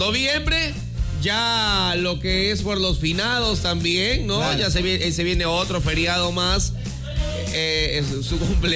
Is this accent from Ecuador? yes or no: yes; Guayaquil, Guayas, Ecuador